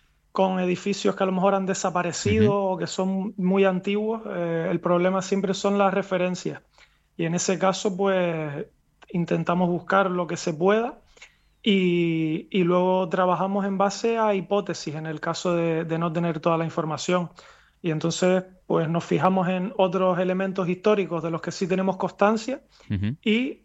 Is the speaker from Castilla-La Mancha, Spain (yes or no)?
no; La Orotava, Canary Islands, Spain; Yo soy de aquí de La Orotava y la verdad que es un orgullo poder hacer algo para mi municipio.